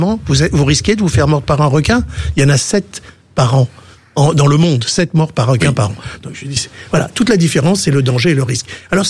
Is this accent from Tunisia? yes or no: yes; Tunisia; moved away; Moi, je viens de Tunisie